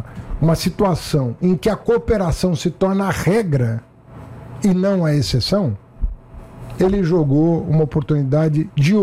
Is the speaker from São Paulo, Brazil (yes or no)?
yes; São Paulo, Brazil; born there; Nasci em São Paulo, moro em São Paulo, fui prefeito da capital.